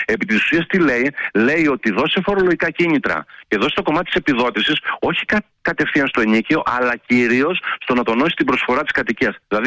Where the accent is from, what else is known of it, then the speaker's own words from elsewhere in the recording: Greece; επειδή είχαμε και μια κουλτούρα σαν Έλληνες, να αποκτήσουμε ακίνητο